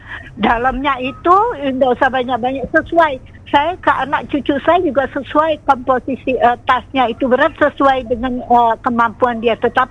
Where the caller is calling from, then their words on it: Lembang, West Java, Indonesia; saya dari Lembang, Bandung, jauh.